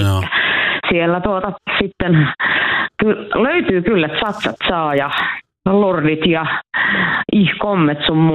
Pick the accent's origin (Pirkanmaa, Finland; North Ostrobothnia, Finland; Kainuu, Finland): North Ostrobothnia, Finland; Oulu; born or raised there